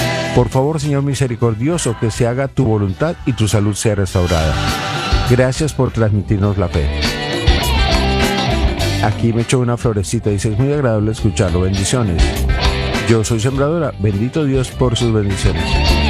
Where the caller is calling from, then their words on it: Chicago, Illinois, United States; de Chicago.